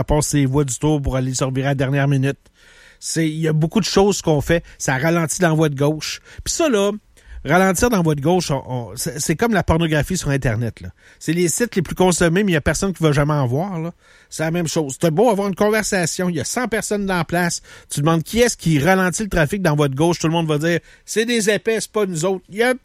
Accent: Quebec City, Quebec, Canada; Je suis chauvin de ma ville, chauvin de ma région. J'adore venir de Québec.

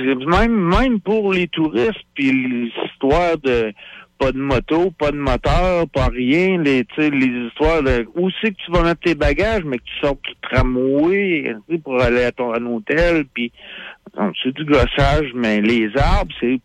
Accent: Quebec City, Quebec, Canada; J'étais un gars de la rive sud, mais j'ai grandi à Québec.

